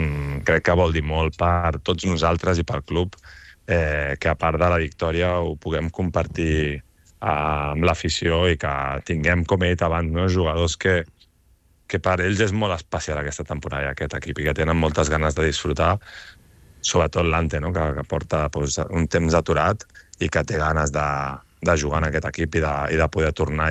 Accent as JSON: {"language": "Catalan", "town": "Badalona", "region": "Catalonia", "country": "Spain", "tie": "born or raised there", "said": "jo he nascut a Badalona i faig tota la vida aquí a Badalona"}